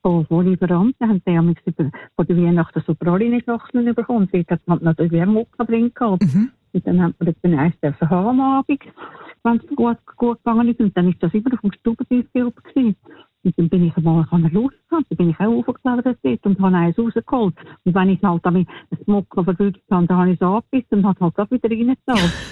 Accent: Zurich, Switzerland; ich bin in Zürich aufgewachsen

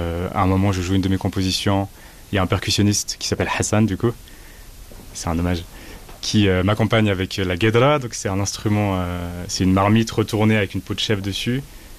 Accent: Algeria; Bah, je suis algérien, du coup.

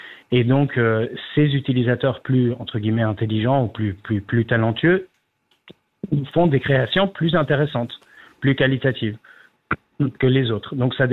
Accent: Switzerland; ce qu'on appelle chez nous en Suisse les seniors, ça veut dire les 55 plus, j'y suis bientôt

